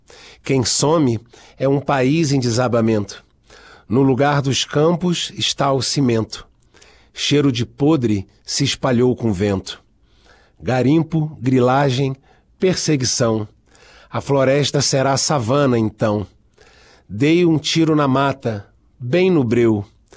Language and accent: Portuguese; Rio de Janeiro, Brazil; born there; Porque eu nasci no Rio de Janeiro.